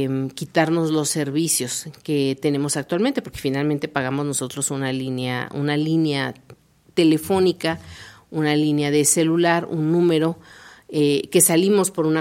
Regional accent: Mexico

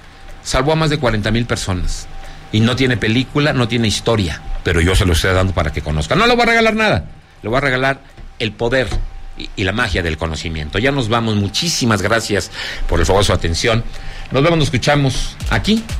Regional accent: Mexico; Pero no, pues, mexicanote, ¿no? Soy mexicano.

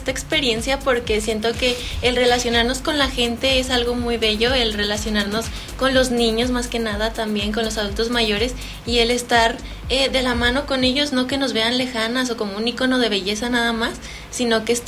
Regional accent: Pánuco, Zacatecas, Mexico; Del municipio de Pánuco

